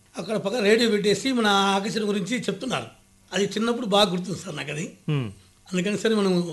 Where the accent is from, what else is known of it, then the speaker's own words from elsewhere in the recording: Peddaraveedu, Andhra Pradesh, India; ప్రకాశం జిల్లా పెద్దారువీడు.